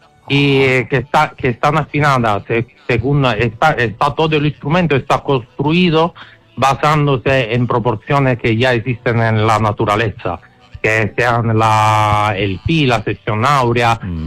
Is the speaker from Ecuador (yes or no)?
no; Italy; Spanish is a second language; Pues se entiende que soy italiano, ¿no?